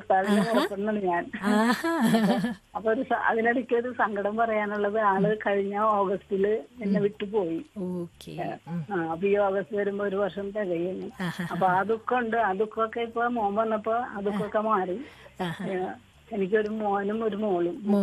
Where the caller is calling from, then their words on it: Angamaly, Kerala, India; ഞാൻ അങ്കമാലി, കരയാമ്പറമ്പ്.